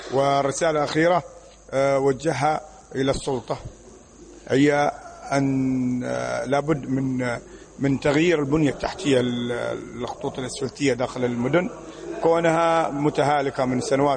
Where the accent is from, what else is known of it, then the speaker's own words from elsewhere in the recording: Hadhramaut, Yemen; عندنا في حضرموت